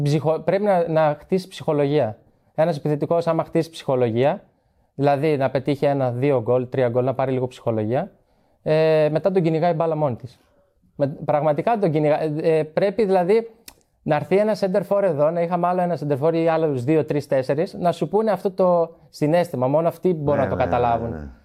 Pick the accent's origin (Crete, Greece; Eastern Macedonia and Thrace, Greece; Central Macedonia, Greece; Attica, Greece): Central Macedonia, Greece; Trikala; born or raised there